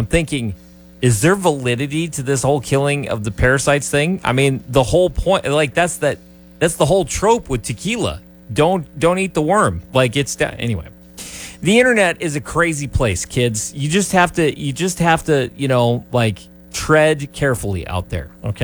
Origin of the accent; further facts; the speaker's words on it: New Mexico, United States; moved away; I am from New Mexico, right? From New Mexico.